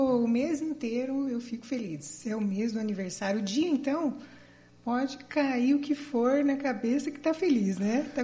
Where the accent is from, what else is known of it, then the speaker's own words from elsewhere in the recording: Curitiba, Paraná, Brazil; born there; Sou nascida em Curitiba, não tenho nem parente fora.